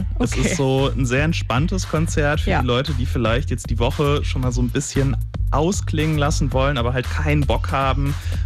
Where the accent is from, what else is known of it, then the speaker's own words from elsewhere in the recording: western Germany, Germany; now in Leipzig, Germany; Es ist schwierig, weiter nach Westen zu kommen in Deutschland, als da, wo ich herkomme.